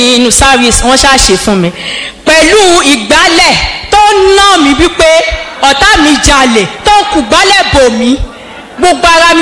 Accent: Ibadan, Oyo, Nigeria; si mo wa lati Sango Nibadan

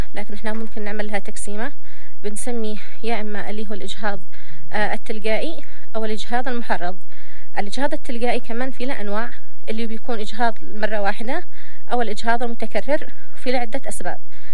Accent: Yemen; اللي احنا عندنا في اليمن

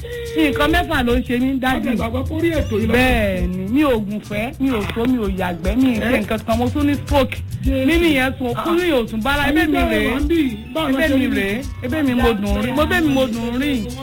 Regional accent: Ibadan, Oyo, Nigeria; Àdúgbò Ìjòkú ni mo ti wá.

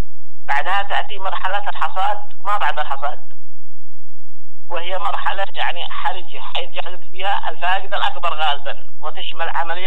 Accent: Yemen; عندنا في اليمن

